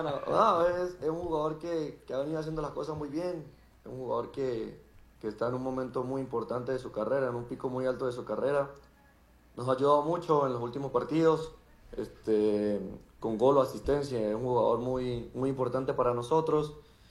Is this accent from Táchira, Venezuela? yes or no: yes; San Cristóbal, Táchira, Venezuela; moved away; soy de San Cristóbal